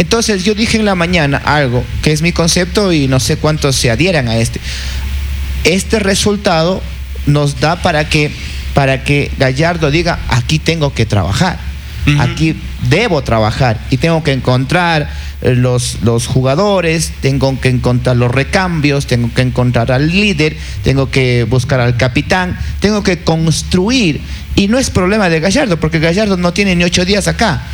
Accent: Ecuador; Soy ecuatoriano

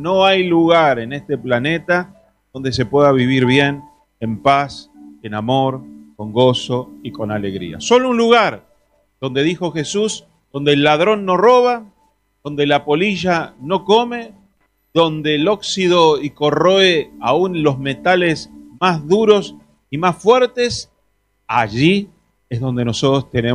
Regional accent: Argentina; also born or lived in Italy; Yo hice mi ciudadanía italiana. Por nacimiento soy argentino

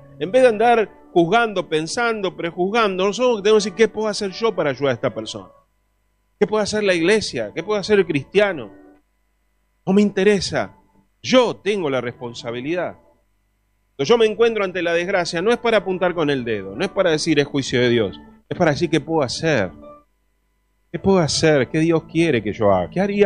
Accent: Argentina

